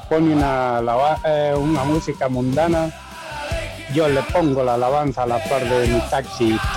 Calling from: Tegucigalpa, Francisco Morazán, Honduras; Aquí 3085 de la Riviera La Vega, Tegucigalpa.

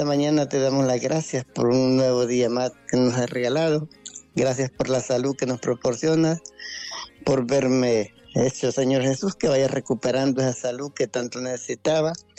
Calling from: Vallecillo, Francisco Morazán, Honduras; De Terrible La Puerta, Vallecillo, Francisco Morazán.

